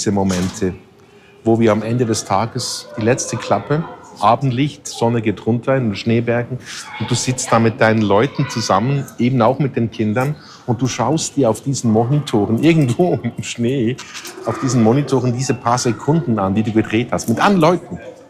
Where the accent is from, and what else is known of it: Switzerland